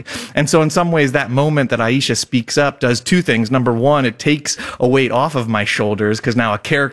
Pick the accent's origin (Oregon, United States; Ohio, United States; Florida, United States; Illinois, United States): Ohio, United States; Parma; I grew up in Parma, Ohio.